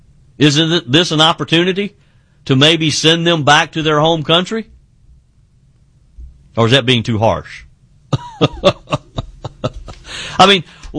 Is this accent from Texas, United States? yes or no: no; South Carolina, United States